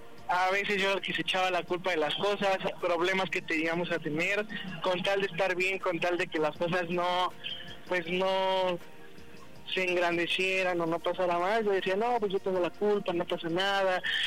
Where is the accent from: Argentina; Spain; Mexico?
Mexico; Ixtapaluca, State of Mexico; Tengo 26 y soy de Ixtapaluca, Estado de México.